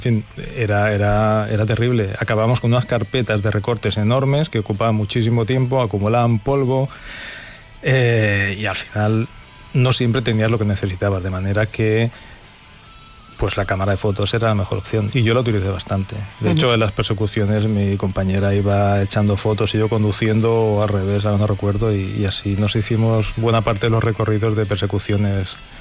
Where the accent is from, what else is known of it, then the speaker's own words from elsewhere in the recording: L'Hospitalet de Llobregat, Catalonia, Spain; es que dibujaba mi ciudad y la ciudad vecina, yo soy de Hospitalet, pero estábamos tocando Barcelona.